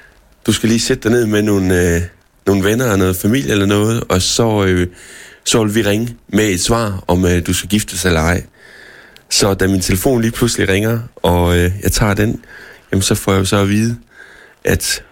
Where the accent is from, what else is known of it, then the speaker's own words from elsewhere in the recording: Randers, Central Denmark Region, Denmark; Jeg er Randers-dreng.